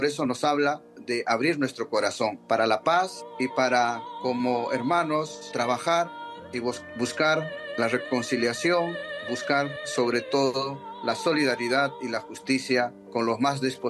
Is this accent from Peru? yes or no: yes; Peru